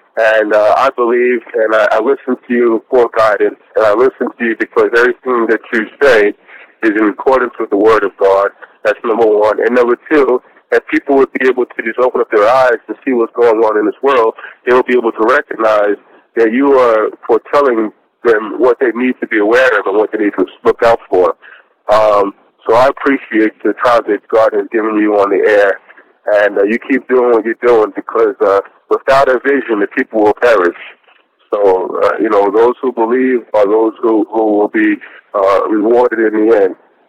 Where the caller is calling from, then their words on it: New York, United States; I'm calling from New York.